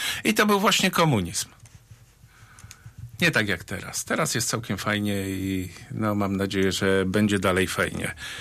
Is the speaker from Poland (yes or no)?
yes; Bielsko-Biała, Silesian Voivodeship, Poland; Ja jestem z Bielska Białej